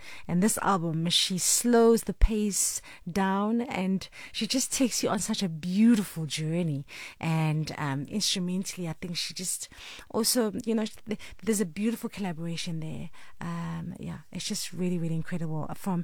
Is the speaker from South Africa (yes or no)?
yes; South Africa; I mean, I'm not French, I'm South African.